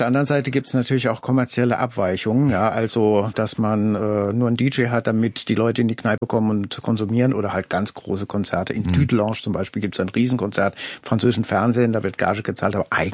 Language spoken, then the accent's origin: German; Rhineland-Palatinate, Germany; ich als Pfälzer